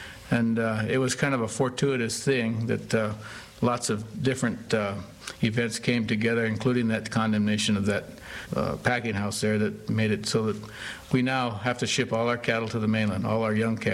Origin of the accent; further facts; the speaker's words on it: Hawaii, United States; I was born and raised in Hawaii. My grandfather got there in 1910 as a school teacher. My father was born on a sugar plantation in Waialua on the island of Oahu. And I was raised at Eva Sugar Company